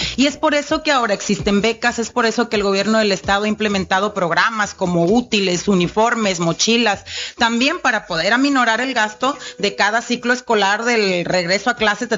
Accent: Tecomán, Colima, Mexico; yo siempre lo he dicho, yo soy de Tecomán, mi origen es en Tecomán, yo hasta los 18 años vivía allá

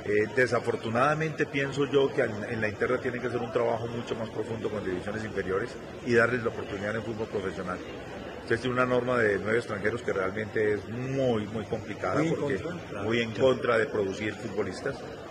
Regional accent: Colombia

